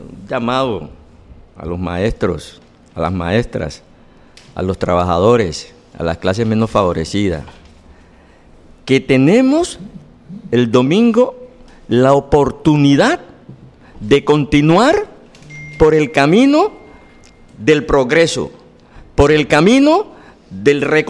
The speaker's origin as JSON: {"language": "Spanish", "country": "Colombia", "said": "como colombianos y como colombianas"}